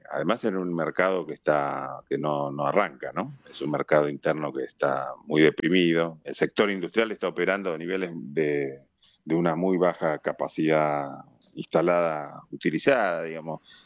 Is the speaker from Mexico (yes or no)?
no; Argentina